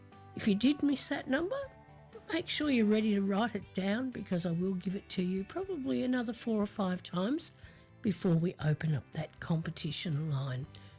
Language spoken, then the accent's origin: English; Horsham, Victoria, Australia; I'm broadcasting from my hometown of Horsham in Western Victoria, right in the middle of the Wimmera region.